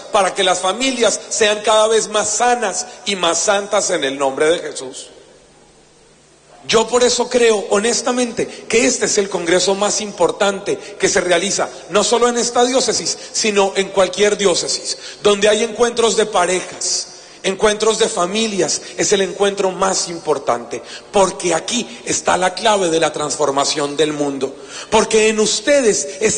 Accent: Colombia; soy colombiano. ¿No se nota? Soy colombiano.

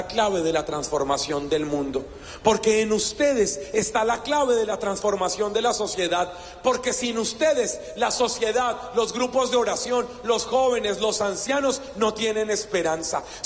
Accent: Colombia; soy colombiano, ¿no se nota? Soy colombiano.

